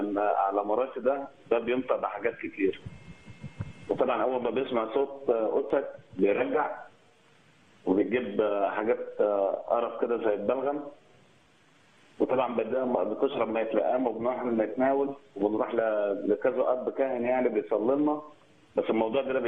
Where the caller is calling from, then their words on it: Faiyum, Faiyum Governorate, Egypt; من الفيوم